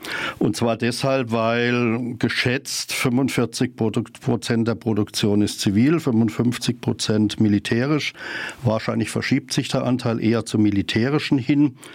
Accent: Freiburg, Baden-Württemberg, Germany; Freiburg ist meine Heimatstadt und ich freue mich immer über die Green City, also das positive Image der Stadt Freiburg.

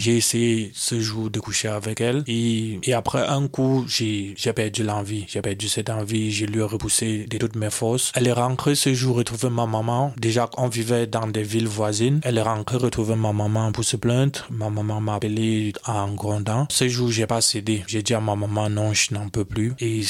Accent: West, Cameroon; je viens du Cameroun, plus précisément de l'Ouest Cameroun. J'ai 31 ans

